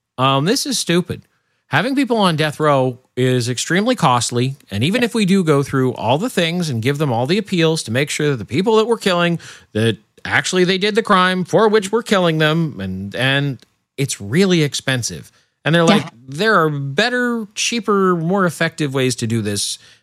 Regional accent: Nebraska, United States; born there; my home state of Nebraska

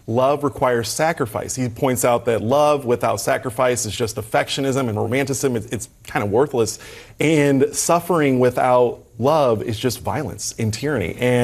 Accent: Illinois, United States; I'm from Illinois

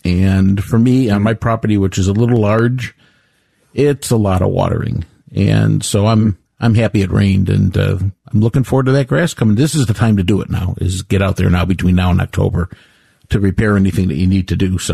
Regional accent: Chicago, Illinois, United States; I'm a Chicago fan. You know, we're from Chicago.

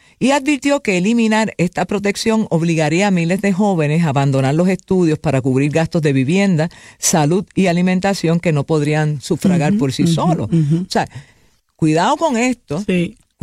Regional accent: Puerto Rico; cómo criamos a nuestros muchachos, cómo vemos a nuestros jóvenes en Puerto Rico versus la idiosincrasia estadounidense

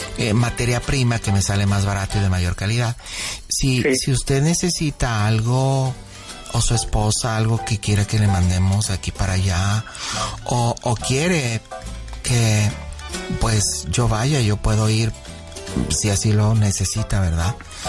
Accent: Sonoita, Sonora, Mexico; born there; yo tengo 26 años y yo nací en Sonoita. Ahí viví hasta los 4.

